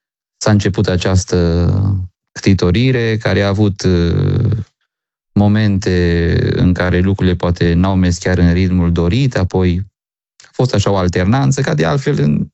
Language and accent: Romanian; Țopa, Mureș County, Romania; born there; now in Cluj-Napoca, Romania; și din satul meu natal, din Țopa și din Boiu